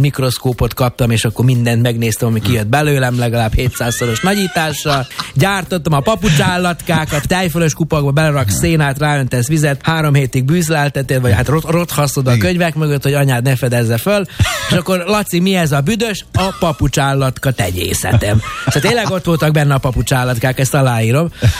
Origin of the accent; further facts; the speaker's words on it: Horgoš, Vojvodina, Serbia; moved away; én Horgoson nőttem föl Jugoszláviában, akkor azt még úgy hívták, a Röszke-Horgos országhatárnak a déli oldalán